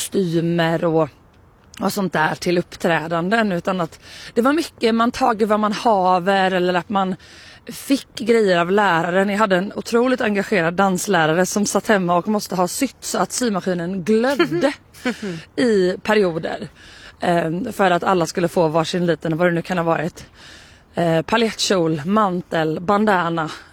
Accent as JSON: {"language": "Swedish", "town": "Karlskrona", "region": "Blekinge", "country": "Sweden", "tie": "born or raised there", "said": "jag är uppväxt i en mindre stad, jag kommer från Karlskrona"}